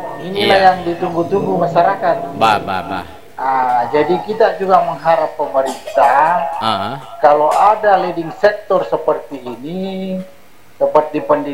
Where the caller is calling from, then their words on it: Parepare, South Sulawesi, Indonesia; Kami selaku warga Parepare.